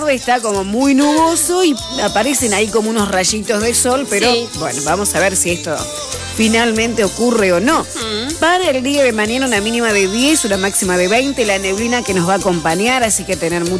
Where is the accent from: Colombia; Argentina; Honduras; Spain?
Argentina; seguimos siendo argentinos.